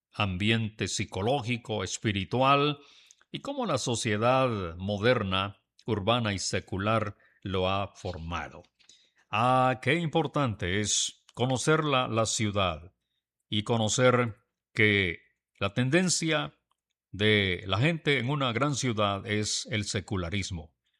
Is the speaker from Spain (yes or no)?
no; Guatemala